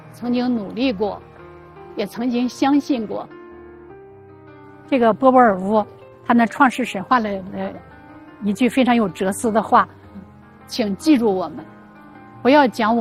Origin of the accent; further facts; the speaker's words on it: China; 今天我们中国人用这些石碾来磨豆腐